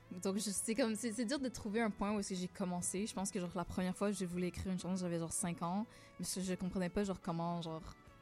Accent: Longueuil, Quebec, Canada; Moi, je viens de la Rive-Sud

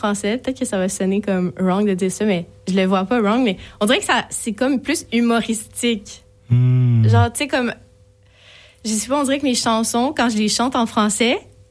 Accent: Vaudreuil-Dorion, Quebec, Canada; moved away as an adult; also born or lived in Montreal; now in Pointe-Claire, Canada; J'ai grandi à Vaudreuil. Okay. Genre Vaudreuil-Saint-Lazare, wow, Rigaud. Ouais. Je suis née à Montréal.

